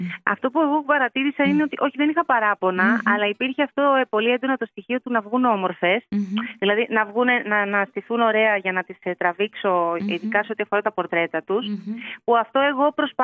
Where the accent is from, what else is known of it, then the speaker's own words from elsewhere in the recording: Greece; now in Athens, Greece; λέω θα την κάνω στο χωριό μου. Και να σου πω ότι φλερτάρω και πολύ με την ιδέα του να πλησιάσω πιο κοντά, θα σταθώ, να φύγω από την Αθήνα που είναι η βάση μου.